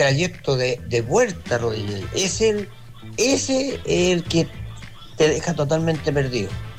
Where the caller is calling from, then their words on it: Valparaíso, Chile; yo sé porque soy porteño.